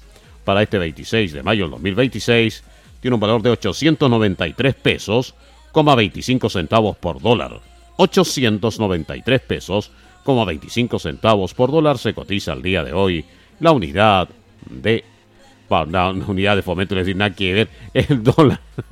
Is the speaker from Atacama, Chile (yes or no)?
yes; Huasco, Atacama, Chile; Nosotros no llegamos de Santiago, no llegamos de Copiapó ni de ningún lado. Somos de Huasquito, chiquillos.